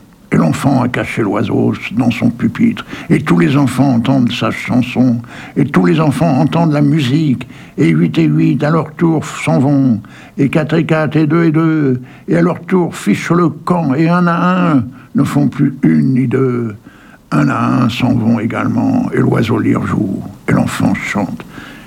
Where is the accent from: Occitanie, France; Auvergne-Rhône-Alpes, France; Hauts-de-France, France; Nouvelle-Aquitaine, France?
Hauts-de-France, France; Tu sais que je suis un ch'timi, moi.